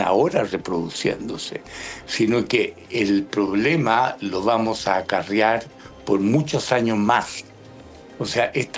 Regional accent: Chile

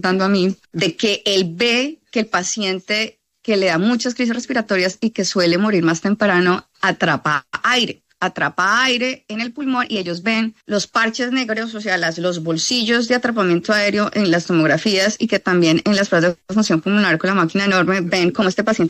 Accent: Neiva, Huila, Colombia; Yo soy de Neiva, huilense, lo conozco en Boston.

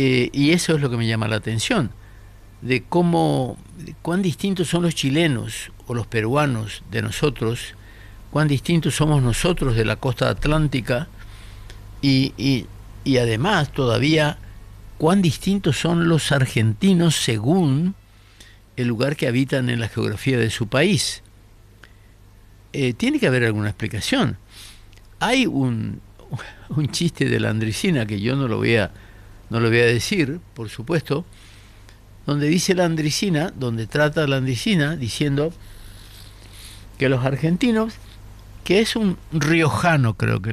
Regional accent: Paraguay; a mí también me dicen: pero vos no hablas como paraguayo. Yo creo que sí. El problema es que yo hablo distinto.

